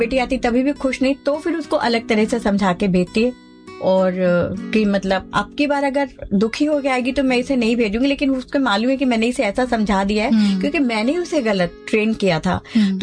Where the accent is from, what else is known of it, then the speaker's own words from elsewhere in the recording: Katni, Madhya Pradesh, India; कटनी में पहले मैं मारवाड़ी हूँ, हमारे दादाजी नगर सेठ हुआ करते थे